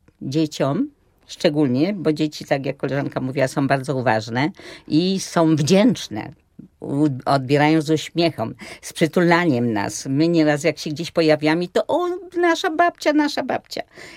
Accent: Łódź, Łódź Voivodeship, Poland

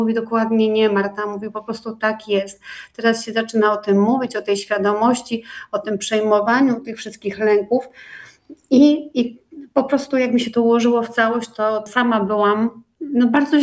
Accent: Niewiadów, Łódź Voivodeship, Poland; Najbliższy ujazd, Niewiadów, bo pochodzę z Niewiadowa, to są te okolice.

